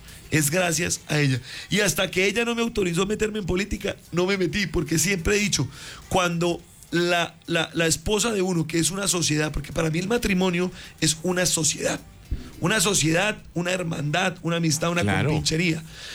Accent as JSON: {"language": "Spanish", "town": "Bucaramanga", "region": "Santander", "country": "Colombia", "tie": "born there", "also_born_or_lived": "Bogotá / Málaga, Santander"}